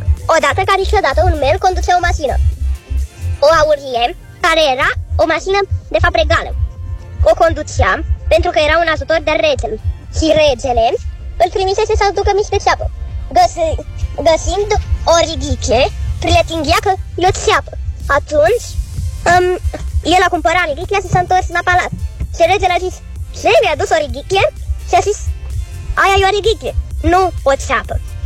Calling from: Bucharest, Romania; din București, am 6 ani

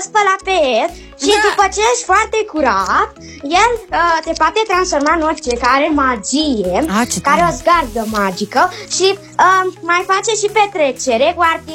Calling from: Bucharest, Romania; am 9 ani, sunt din București

